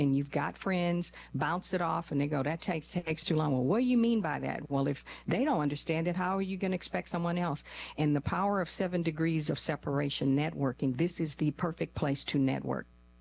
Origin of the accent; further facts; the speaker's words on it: New Jersey, United States; born there; also born or lived in Rhode Island; And well, I was born in New Jersey, and then I moved to Rhode Island